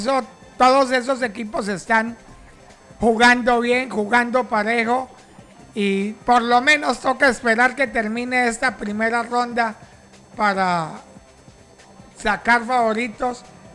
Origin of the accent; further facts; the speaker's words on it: Colombia